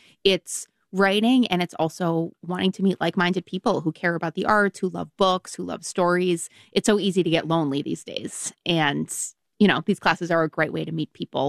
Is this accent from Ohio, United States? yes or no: no; Boston, Massachusetts, United States; now in North Carolina, United States; So I'm from the Boston area.